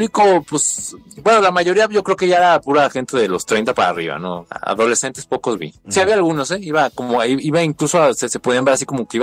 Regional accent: Guadalajara, Jalisco, Mexico; yo no soy de la Ciudad de México, soy de Guadalajara

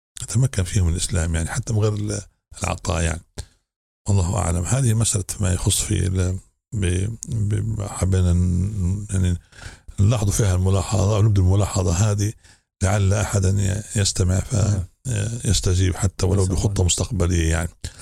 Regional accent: Libya; وهذا عندنا باب غايب عندنا في ليبيا حقيقة جانب الدعوة

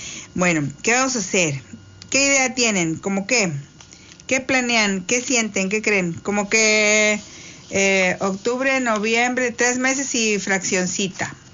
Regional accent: Mexico

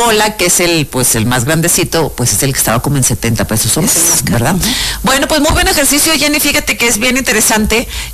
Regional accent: Monterrey, Nuevo León, Mexico; Yo como soy regia, este le decimos guaje.

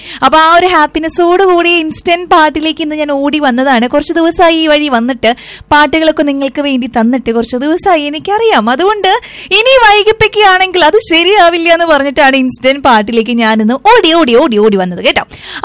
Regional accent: Thrissur, Kerala, India; ഞങ്ങൾ തൃശ്ശൂരുകാർ തണുപ്പ് എന്നല്ലാട്ട് പറയാം, തണവ് അങ്ങനെയും പറയാം.

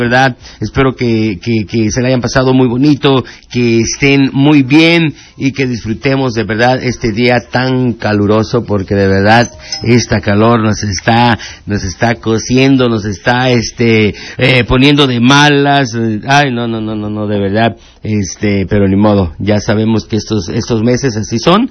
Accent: Mexico; soy más mexicano que el nopal y que las tiritas de aquí de Guerrero

